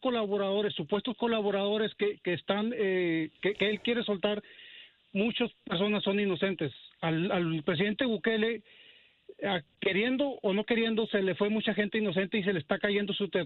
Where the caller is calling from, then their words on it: Mexico; yo soy mexicano, pero mi esposa es del Salvador.